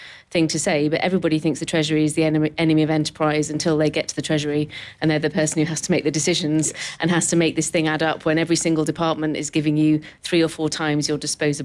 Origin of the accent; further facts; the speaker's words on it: Yorkshire and the Humber, United Kingdom; As a Yorkshire woman, I should point that out.